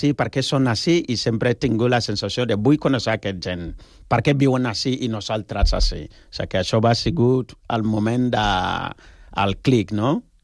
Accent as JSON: {"language": "Catalan", "country": "Ghana", "tie": "born or raised there", "moved": "yes"}